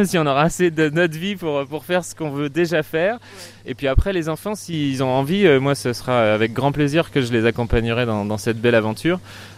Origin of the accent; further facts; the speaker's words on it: Auvergne-Rhône-Alpes, France; Chez nous en Auvergne, partout où il y a de l'eau, on fait de l'élevage de truites.